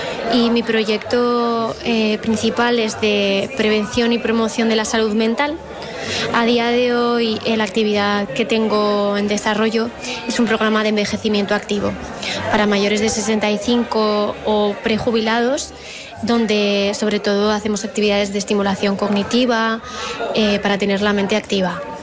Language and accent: Spanish; Artajona, Navarre, Spain; Y esto lo realizo en mi pueblo, en Artajona